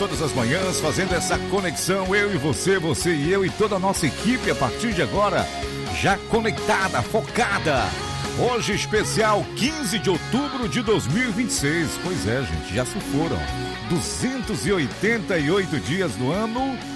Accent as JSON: {"language": "Portuguese", "town": "Alenquer", "region": "Pará", "country": "Brazil", "tie": "born or raised there", "moved": "yes", "said": "Tenho muitas recordações de excelentes professores da minha terra, Alenquer. Grande abraço para todos em Alenquer."}